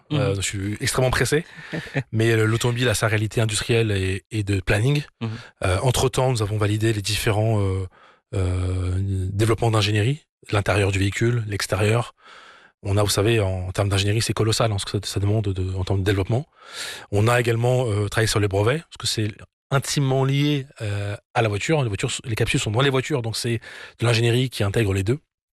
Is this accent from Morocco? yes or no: yes; Morocco; now in France; Moment historique, inoubliable, en tant que Marocain, plus Marocain du monde. On est en France, loin du Maroc au départ, avec juste les vacances d'été.